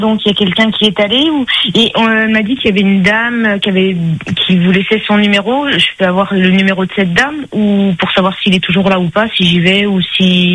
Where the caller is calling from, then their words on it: Saint-Joseph, Réunion; j'habite à Manapani